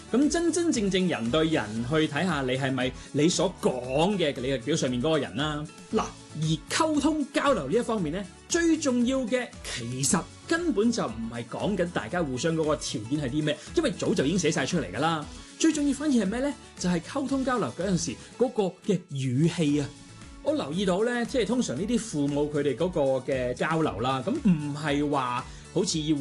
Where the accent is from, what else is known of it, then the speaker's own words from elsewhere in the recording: Hong Kong; 对我作为香港人嚟讲啦